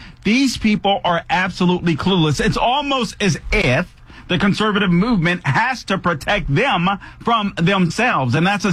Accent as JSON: {"language": "English", "town": "Los Angeles", "region": "California", "country": "United States", "lives_now": "Orlando, United States", "said": "first moved to Central Florida, to the Orlando area, And I used to talk about, you know, California. I was from Los Angeles and stuff like that."}